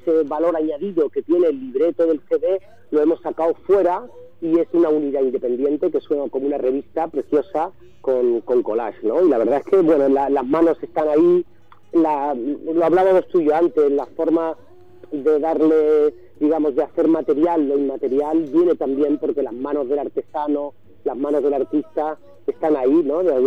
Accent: Málaga, Andalusia, Spain; now in Madrid, Spain; soy un malagueño que vive en Madrid desde hace ya 35, 40 años

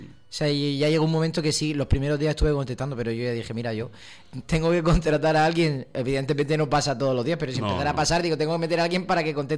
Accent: Alcantarilla, Region of Murcia, Spain; En Radio Sintonía de Alcantarilla, en mi pueblo.

